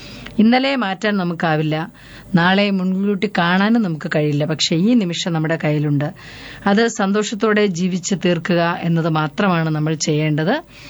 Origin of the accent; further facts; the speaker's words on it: Vellanad, Kerala, India; എനിക്ക് വേണ്ടപ്പെട്ട ഒരു സ്ഥലമാണ്. ഞാൻ ജനിച്ചു വളർന്ന സ്ഥലമാണ്.